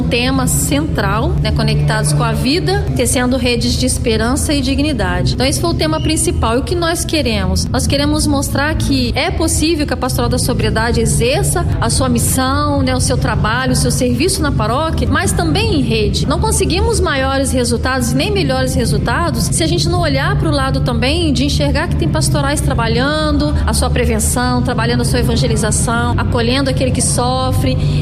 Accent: Brazil; eu sou brasileira

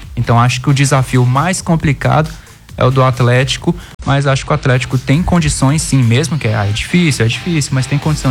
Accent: Brasília, Federal District, Brazil; Então, pra quem não entende, eu sou de Brasília, sou brasiliense, né?

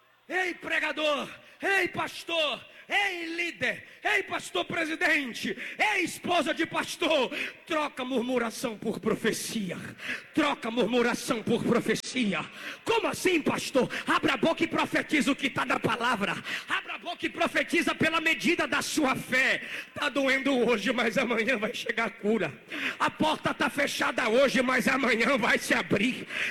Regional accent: Bahia, Brazil; A gente é baiano

